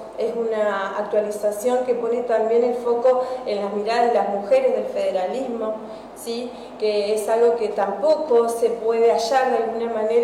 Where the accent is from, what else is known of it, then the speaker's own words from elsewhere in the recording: Santa Fe, Argentina; lo que tenemos como santafesinos